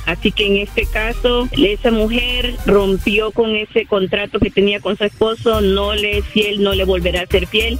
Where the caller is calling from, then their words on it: San Fernando Valley, California, United States; de San Valley.